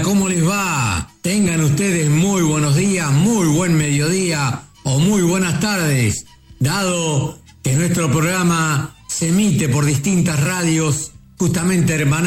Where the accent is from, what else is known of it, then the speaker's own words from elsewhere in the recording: Argentina; mi tierra argentina